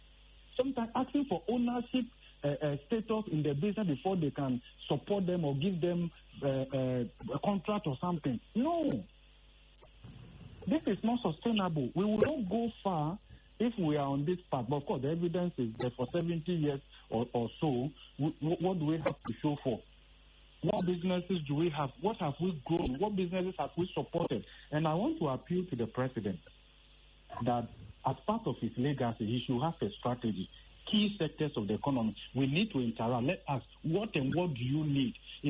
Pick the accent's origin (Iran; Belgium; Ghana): Ghana